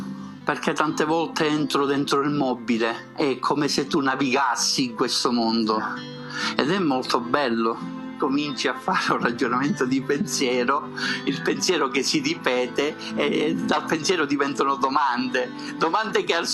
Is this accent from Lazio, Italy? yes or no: no; Sicily, Italy; moved away; Quando io ritorno in Sicilia e decido di aprire la mia bottega